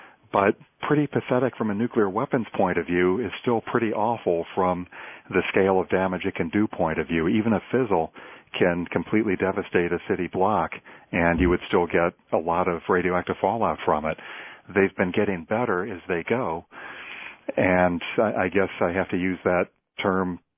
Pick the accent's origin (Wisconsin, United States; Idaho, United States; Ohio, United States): Ohio, United States; Akron; say, in my hometown of Akron, Ohio, just because the geography is different